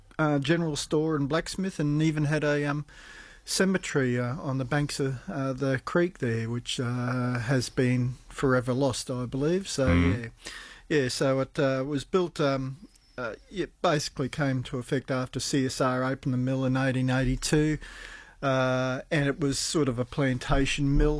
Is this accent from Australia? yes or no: yes; Townsville, Queensland, Australia; moved away as an adult; now in Mackay, Australia; when I was growing up in Townsville, I wanted to own a pub and also live in the cane fields and come to Mackay, but I'm living behind the cane fields